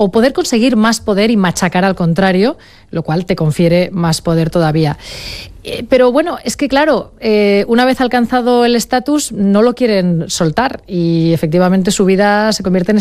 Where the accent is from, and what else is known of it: Sant Feliu de Llobregat, Catalonia, Spain